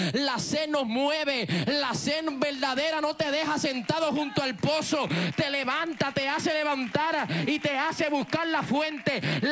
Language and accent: Spanish; Puerto Rico; moved away; en Puerto Rico, yo voy a hablar porque yo soy puertorriqueño.